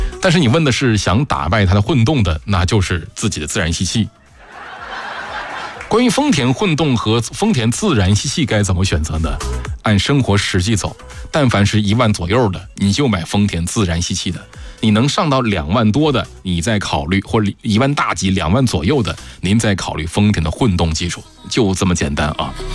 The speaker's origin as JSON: {"language": "Chinese", "town": "Yichang", "region": "Hubei", "country": "China", "said": "如果说你是类似于我们湖北宜昌的长江边上的"}